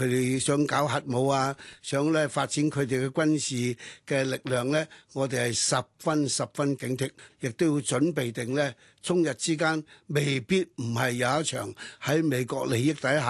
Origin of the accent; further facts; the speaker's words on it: Hong Kong; 我哋香港人挨咗3年8個月日本人嘅佔領嘅殘害